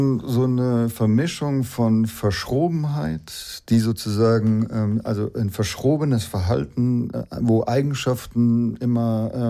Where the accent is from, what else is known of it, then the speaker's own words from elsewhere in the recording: Stuttgart, Baden-Württemberg, Germany; Und deswegen sind wir alle in Stuttgart aufgewachsen.